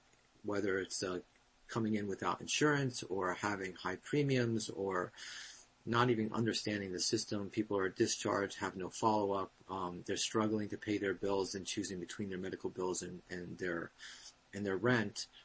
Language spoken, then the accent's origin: English; New Jersey, United States; So I grew up in New Jersey, and after serving in the Army, came back and was a doctor in the community.